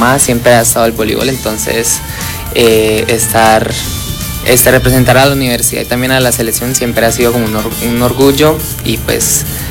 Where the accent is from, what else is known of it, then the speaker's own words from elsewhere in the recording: Barrancabermeja, Santander, Colombia; now in Bucaramanga, Colombia; yo soy de Barranca Bermeja.